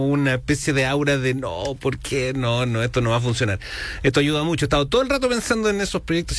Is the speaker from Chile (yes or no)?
yes; Antofagasta, Chile; now in Santiago, Chile; no acá en Santiago, sino que en otra ciudad de donde yo soy, y en Antofagasta